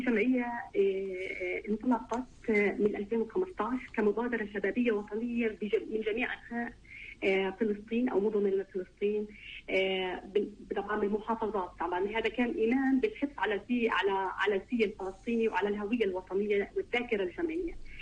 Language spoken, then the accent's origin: Arabic; Palestine; كاحنا كفلسطينيين